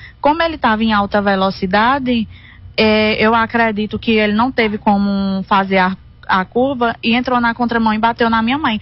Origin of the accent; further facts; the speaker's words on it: Águas Belas, Pernambuco, Brazil; Isso, somos de Águas Belas.